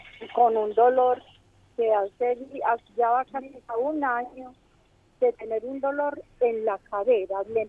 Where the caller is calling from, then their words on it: Bello, Antioquia, Colombia; Vengo de Bello.